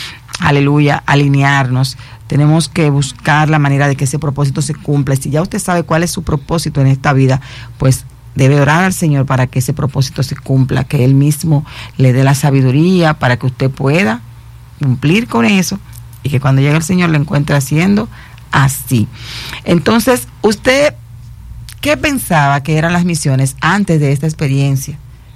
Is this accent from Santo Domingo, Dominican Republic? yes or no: yes; Santo Domingo, Dominican Republic; now in La Romana, Dominican Republic; Porque aquí en Romana, por ejemplo, yo soy de Santo Domingo, por aquí en Romana, tú encuentras una iglesia en cada esquina.